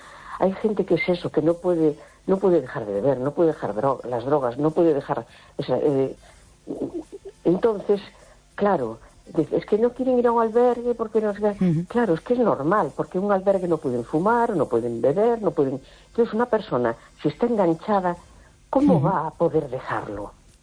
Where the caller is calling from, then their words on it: A Coruña, Galicia, Spain; Hola, buenas noches … de La Coruña.